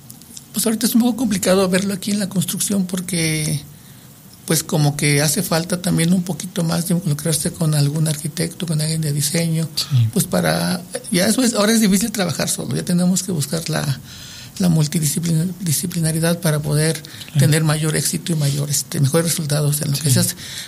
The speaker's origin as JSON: {"language": "Spanish", "region": "Michoacán", "country": "Mexico", "tie": "born there", "moved": "yes", "lives_now": "Durango, Mexico", "said": "yo vengo de Michoacán, y allá en el lugar donde nací, pues también es un bosque clima templado, y pues como que las casas eran de madera."}